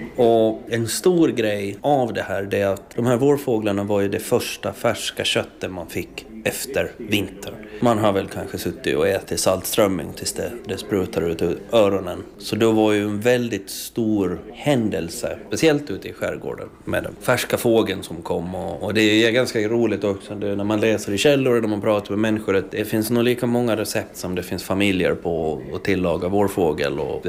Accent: Åland, Finland; Ja, vi är ju alla ålänningar, vi vet ju att man kan fara till Sverige, man kan fara till Finland, man kan fara ut i världen. Men alla kom tillbaks för vårfågeljakten.

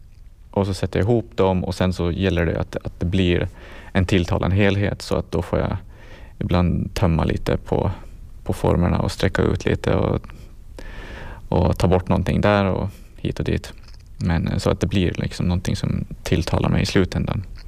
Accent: Jomala, Åland, Åland Islands; jag gick här i skolan när jag var liten i Vikingåsen.

